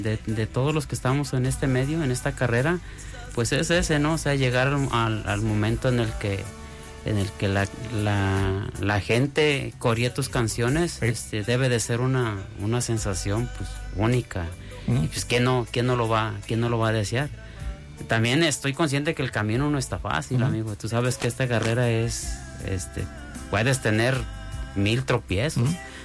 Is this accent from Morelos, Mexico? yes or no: no; Quesería, Colima, Mexico; Yo soy de ahí de Quesería